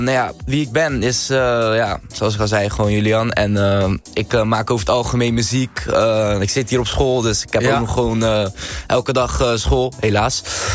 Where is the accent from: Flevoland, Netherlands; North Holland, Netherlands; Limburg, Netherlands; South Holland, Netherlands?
South Holland, Netherlands; Hoek van Holland; Ik ben 16 jaar. Ik kom uit Hoek van Holland.